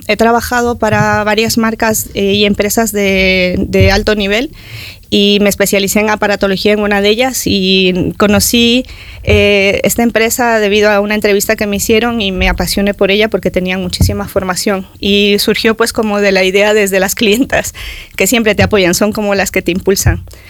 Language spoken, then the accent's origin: Spanish; Ecuador; now in Burgos, Spain; Soy de Ecuador. Llevo 24 años en España